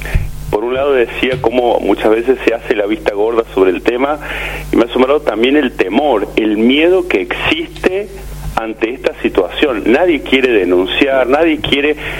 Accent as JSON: {"language": "Spanish", "town": "Villa Valeria", "region": "Córdoba", "country": "Argentina", "tie": "born or raised there", "said": "pero hoy me toca a mí luchar para que en mi pueblo hoy de Villa Valeria no exista droga"}